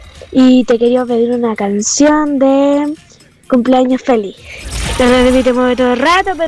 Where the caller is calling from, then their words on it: Rinconada de Silva, Valparaíso, Chile; de acá de Rinconada de Silva.